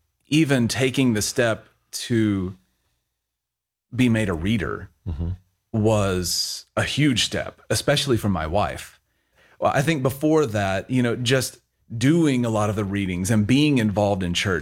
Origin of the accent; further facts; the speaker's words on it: United States; now in Oregon, United States; Our church is in Oregon, but I'm from Texas, Oklahoma right. area.